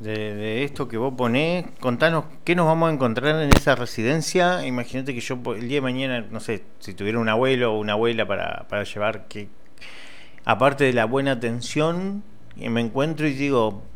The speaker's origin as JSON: {"language": "Spanish", "town": "Diamante", "region": "Entre Ríos", "country": "Argentina", "tie": "born there", "also_born_or_lived": "Mar del Plata", "moved": "as an adult", "said": "volví otra vez a Diamante y yo no, ya no me quería ir. Yo, ya acá es mi diamante, es mi pueblo"}